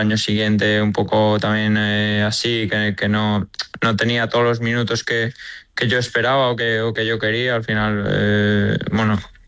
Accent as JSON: {"language": "Spanish", "town": "Valencia", "region": "Valencian Community", "country": "Spain", "tie": "born or raised there", "said": "porque al final yo me he criado allí, soy del Valencia y voy a ser de Valencia toda la vida"}